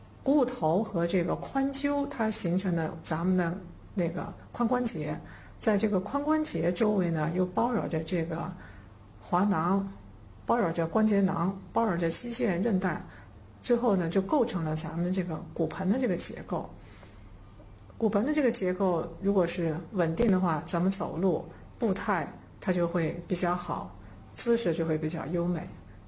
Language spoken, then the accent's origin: Chinese; China; 咱们中国呢是那个一直它是农耕文明哈